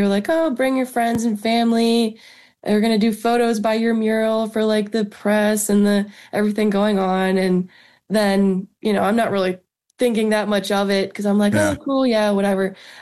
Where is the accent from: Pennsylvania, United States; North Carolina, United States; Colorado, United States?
Pennsylvania, United States; I grew up in the Philly suburbs. So always been a Phillies fan.